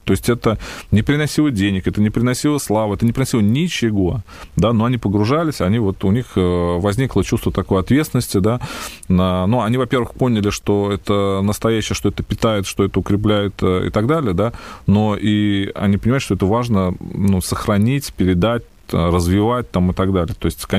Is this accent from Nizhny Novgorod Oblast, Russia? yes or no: yes; Nizhny Novgorod, Nizhny Novgorod Oblast, Russia; ну, условно, в городе Нижний Новгород, откуда я родом